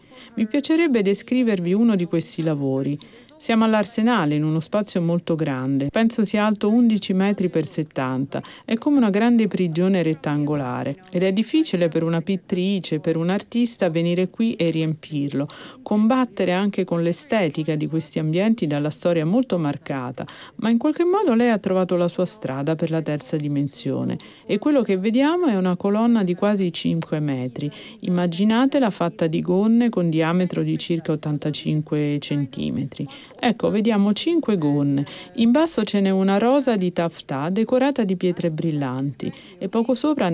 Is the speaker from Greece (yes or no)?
no; Turkey; per lei, per me, per noi che veniamo dalla Turchia, c'è sempre la sensazione che ci guardino in modo diverso.